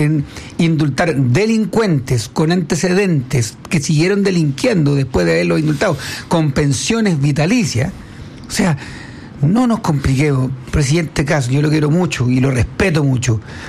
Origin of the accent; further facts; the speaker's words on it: Chile; Y la experiencia que tenemos nosotros como agricultores chilenos